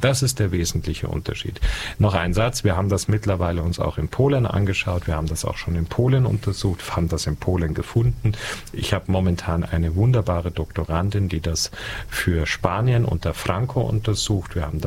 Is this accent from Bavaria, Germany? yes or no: yes; Garmisch-Partenkirchen, Bavaria, Germany; Ich bin ja ein Wessi, nicht? Ich komme also direkt aus den Bergen, aus Garmisch-Partenkirchen, ein Bergmensch